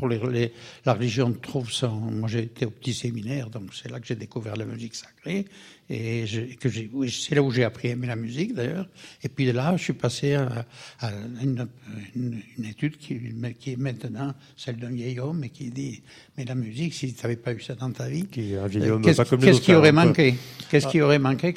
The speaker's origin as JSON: {"language": "French", "region": "Auvergne-Rhône-Alpes", "country": "France", "said": "moi, je suis de l'Haute-Loire"}